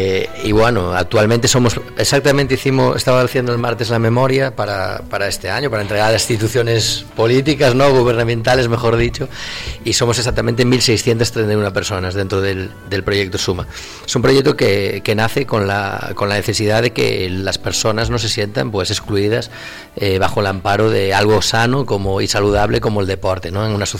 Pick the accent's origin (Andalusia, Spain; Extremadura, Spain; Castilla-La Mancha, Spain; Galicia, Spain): Galicia, Spain; Santiago de Compostela; also born or lived in Madrid; now in Gran Canaria, Spain; yo estuve muchísimos años en Galicia, lógicamente, es donde nací, y después estuve en Madrid, pues otros muchos años